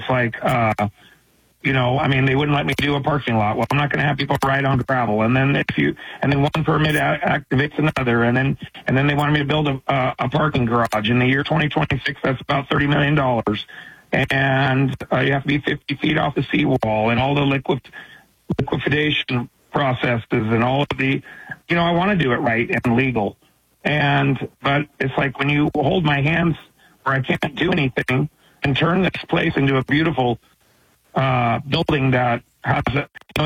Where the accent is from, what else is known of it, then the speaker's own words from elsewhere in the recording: Portland, Oregon, United States; born there; I love Portland. I was born in the West Hills, and of course, I want to give my life and my spirit back to Portland where I was born